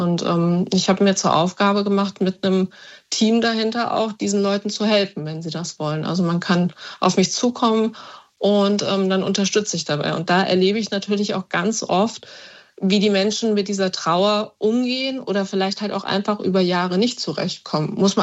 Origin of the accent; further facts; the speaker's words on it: Frankfurt, Hesse, Germany; born there; Ich bin gebürtig aus Frankfurt tatsächlich, Frankfurt am Main.